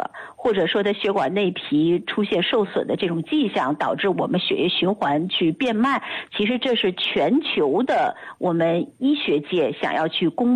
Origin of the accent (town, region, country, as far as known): China